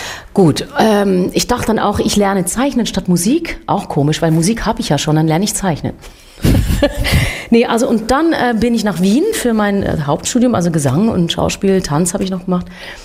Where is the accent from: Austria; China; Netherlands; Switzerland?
Switzerland; bei uns in der Schweiz jetzt gerade, blase ich mich gerne mal auf, weil wir Schweizer sind ja sonst so bescheiden